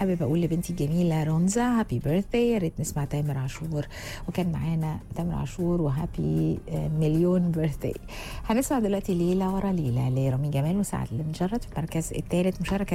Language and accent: Arabic; Egypt; وفخورين بالرزق الكبير ده اللي هو ان احنا مصريين.